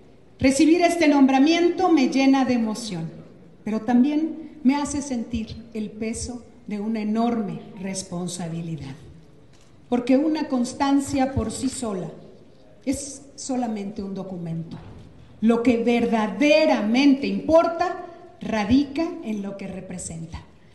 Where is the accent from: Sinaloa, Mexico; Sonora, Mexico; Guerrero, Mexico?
Sonora, Mexico; Soy una mujer sonorense.